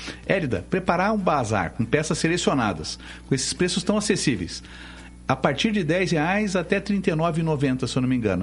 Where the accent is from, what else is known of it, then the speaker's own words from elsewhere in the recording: Tubarão, Santa Catarina, Brazil; born there; em Tubarão, Santa Catarina, que por coincidência é a cidade onde eu nasci